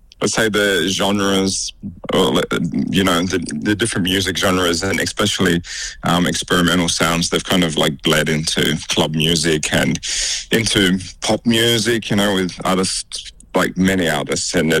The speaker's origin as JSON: {"language": "English", "town": "Wagga Wagga", "region": "New South Wales", "country": "Australia", "moved": "yes", "said": "I'm originally from Wagga Wagga, actually."}